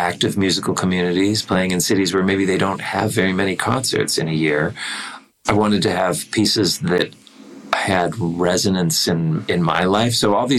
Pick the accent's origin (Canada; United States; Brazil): Canada; moved away; to show them my home country, and you know, they're Canadians too by virtue of me